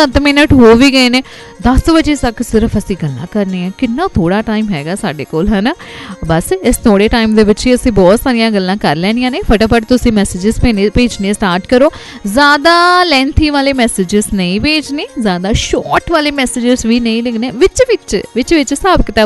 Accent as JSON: {"language": "Punjabi", "region": "Punjab", "country": "India", "accent": "Doabi", "said": "ਅਸੀਂ ਦੁਆਬੇ ਵਾਲੀ ਸਾਈਡ ਰਹਿੰਦੇ ਹਾਂ, ਦੁਆਬੀ ਭਾਸ਼ਾ ਬੋਲਦੇ ਹਾਂ"}